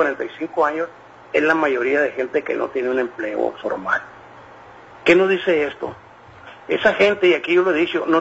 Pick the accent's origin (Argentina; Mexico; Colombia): Mexico; somos de mexicanos laboralmente activos